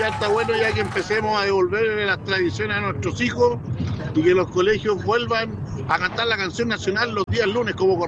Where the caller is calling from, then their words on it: Chile; no olvidándose que somos chilenos